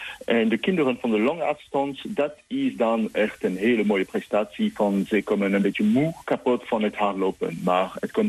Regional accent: France; now in Netherlands; Ja, ik ben Fransman, klopt.

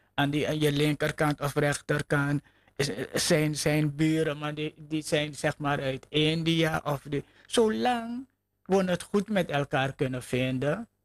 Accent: Suriname; now in Netherlands; We komen allebei uit Suriname.

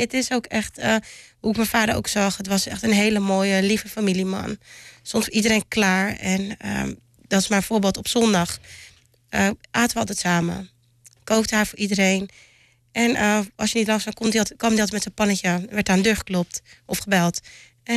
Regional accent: Almere, Flevoland, Netherlands; Ja, nou, ik ben een Almeerse. En ja, niet een geboren Almeerse.

